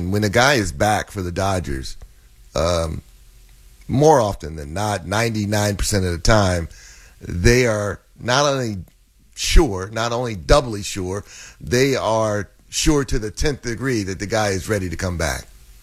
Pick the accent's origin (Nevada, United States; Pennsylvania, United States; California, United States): Nevada, United States; Las Vegas; born there; Fred, I was born in Vegas.